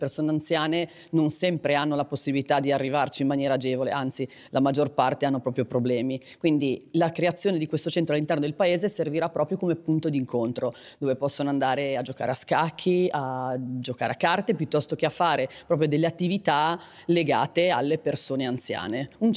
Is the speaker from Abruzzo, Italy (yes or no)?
no; Ronco Scrivia, Liguria, Italy; also born or lived in Genoa / Milan; sono nata a Genova, ho vissuto quasi la mia intera vita a Roncoscrivia, tranne un periodo di circa 15 anni in cui ho lavorato sia a Milano che all'estero.